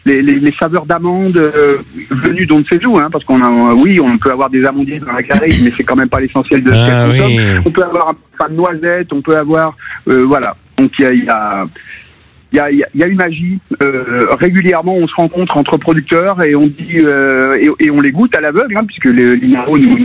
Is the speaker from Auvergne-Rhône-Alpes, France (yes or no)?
yes; Lyon, Auvergne-Rhône-Alpes, France; je suis lyonnais d'origine, vous voyez, là, j'ai connu la gavotte de Condrieu avant même de connaître la Brousse-du-Rhône.